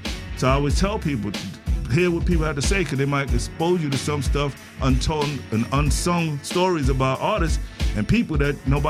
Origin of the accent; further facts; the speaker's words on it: New York City, New York, United States; He's from Patterson Projects, where I'm from, South Bronx.